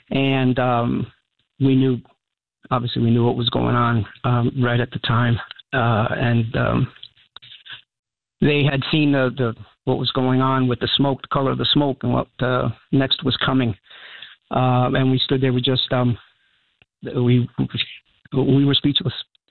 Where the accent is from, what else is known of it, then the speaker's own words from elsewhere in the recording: New York City, New York, United States; born there; I was born in the Bronx.